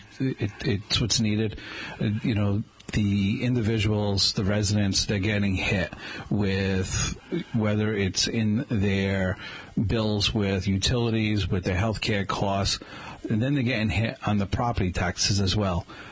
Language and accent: English; Somerset, Massachusetts, United States; I come from Somerset.